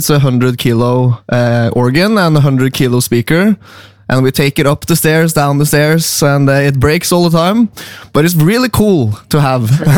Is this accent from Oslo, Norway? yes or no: no; Hønefoss, Buskerud, Norway; I'm from we're from Hønefoss.